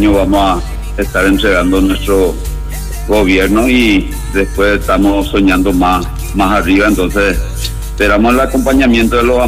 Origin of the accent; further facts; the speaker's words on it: Central, Paraguay; also born or lived in Luque; Mi mamá me hizo nacer en Luque, justamente que después de mi nacimiento vine acá en mi comunidad, que es el barrio 8 de septiembre, y crecí hasta hoy en el barrio 8 de septiembre.